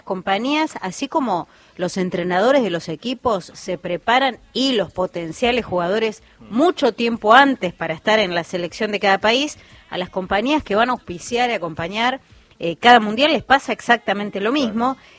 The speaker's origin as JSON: {"language": "Spanish", "country": "Argentina", "said": "que somos nosotros los argentinos"}